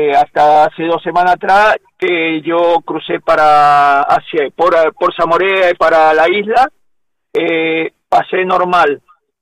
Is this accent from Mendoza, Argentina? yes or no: yes; Mendoza, Argentina; yo soy oriundo de Mendoza